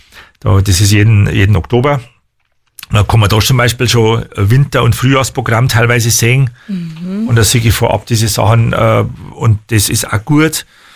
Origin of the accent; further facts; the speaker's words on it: Bavaria, Germany; accent: Bavarian; Es mag vielleicht sein, aber ich gehöre schon original zu Oberbayern. Gell? Also Wenzach, München und so weiter. Das ist die ganzen, es ist schon Oberbayern.